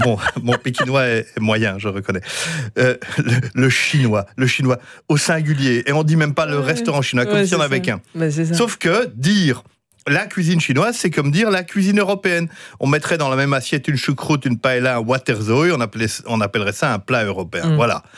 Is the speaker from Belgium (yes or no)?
yes; Belgium; chez nous à Uccle et à Liège